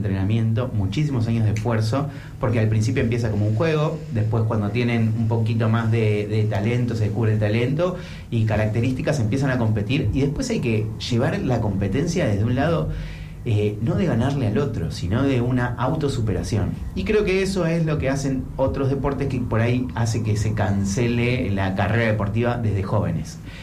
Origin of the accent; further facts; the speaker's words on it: Buenos Aires, Argentina; moved away as an adult; now in Trelew, Argentina; Yo soy de Buenos Aires y en mi primer mundial recuerdo cruzarme con Germán y con Waldo, y ahí me enteré que había un club acá en la Patagonia.